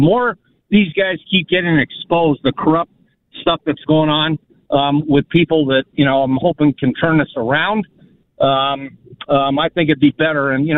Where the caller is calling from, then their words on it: Riverside County, California, United States; I live in Riverside County